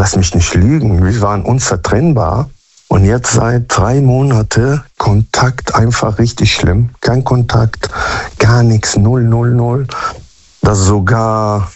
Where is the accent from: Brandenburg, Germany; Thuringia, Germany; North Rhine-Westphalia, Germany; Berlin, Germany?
North Rhine-Westphalia, Germany; Münster; Münster-Westfalen. Ich komme aus Münster-Westfalen.